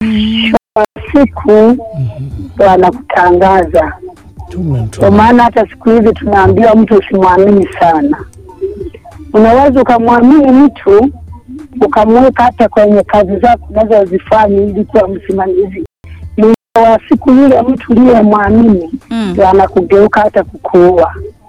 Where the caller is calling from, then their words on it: Simiyu, Tanzania; nipo Masanza Kona Wilaya Feta mkoa wa Simiyu.